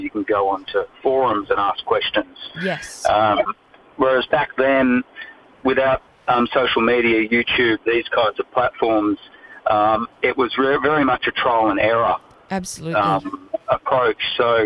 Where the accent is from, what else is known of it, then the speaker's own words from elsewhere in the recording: Armidale, New South Wales, Australia; I grew up in Armidale, you know, rural New South Wales